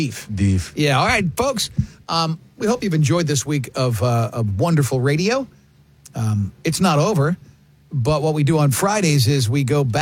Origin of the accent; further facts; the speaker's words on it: Long Island, New York, United States; childhood friends that I grew up with in Long Island.